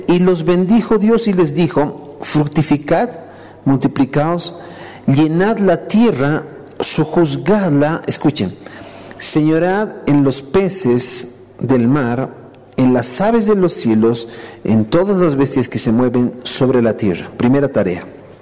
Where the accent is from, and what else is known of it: Bolivia